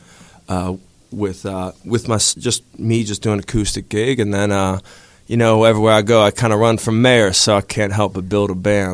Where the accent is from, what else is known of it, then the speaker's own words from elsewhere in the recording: Springdale, Pennsylvania, United States; I'm from a place called Springdale.